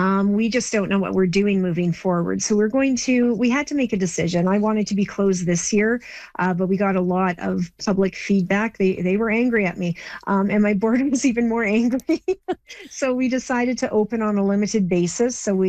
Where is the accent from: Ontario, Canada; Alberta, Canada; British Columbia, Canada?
Alberta, Canada; Torrington; So I grew up in Torrington, and it was vastly different than what it is now.